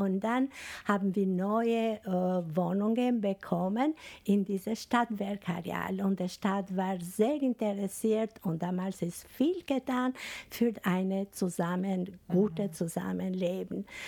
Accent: Albania; German is a second language; moved away as an adult; now in Salzburg, Austria; woher kommst du aus Albanien? Aus Albanien

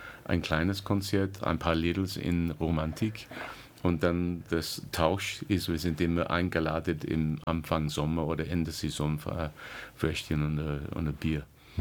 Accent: Walton-on-Thames, South East England, United Kingdom; German is a second language; moved away; also born or lived in Chelsea; Ich bin in Chelsea geboren, aber mein Kinderzeit war in Walton-on-Thames. Das ist 20, 25 Minuten außen vom London. Und das ist auch ein kleines Dorf

